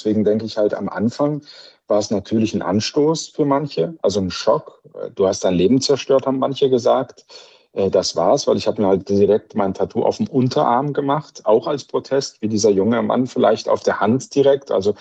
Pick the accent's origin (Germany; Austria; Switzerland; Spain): Spain; born or raised there